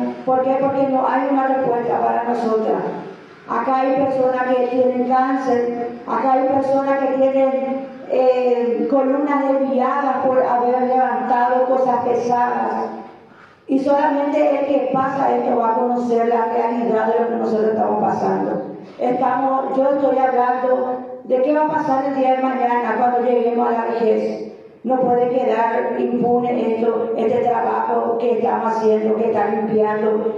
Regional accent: Paraguay; Soy trabajadora independiente, trabajo por la calle y soy paraguaya TNT.

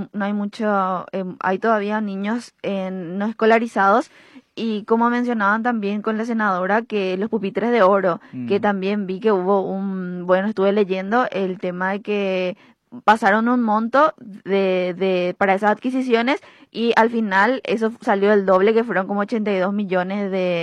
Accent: Paraguay

